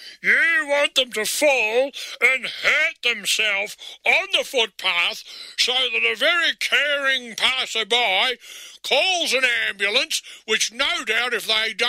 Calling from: Northcote, Victoria, Australia; I'm calling you from Northcote.

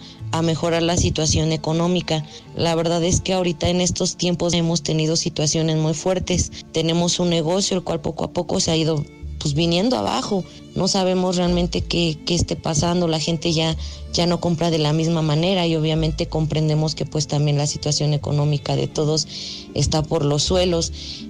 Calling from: Cuautla, Morelos, Mexico; hablo de Cuautla, Morelos

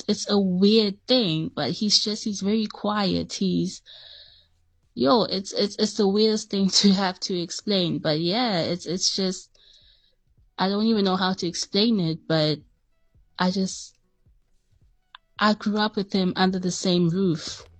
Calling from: Durban, KwaZulu-Natal, South Africa; but I'm from Durban, though.

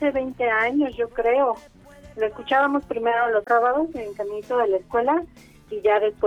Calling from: Cuautitlán, State of Mexico, Mexico; De Cuautitlán, México.

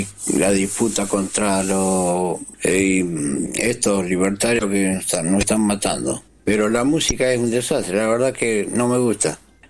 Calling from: General Rodríguez, Buenos Aires Province, Argentina; de General Rodríguez.

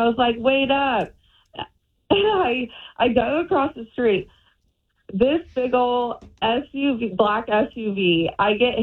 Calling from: Indianapolis, Indiana, United States; I'm from Indianapolis.

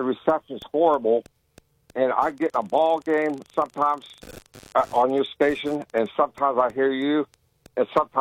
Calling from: Niles, Ohio, United States; Okay, I'm calling from Niles, Ohio.

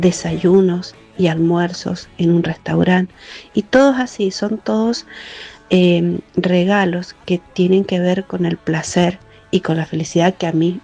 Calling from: Coquimbito, Mendoza, Argentina; de Coquimbito, Maipú.

